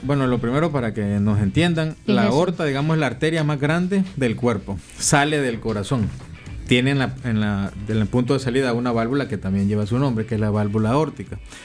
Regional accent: Nicaragua

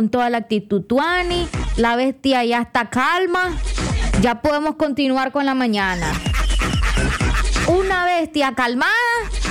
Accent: Nicaragua; Yo sé que somos nicas, no conocemos la puntualidad

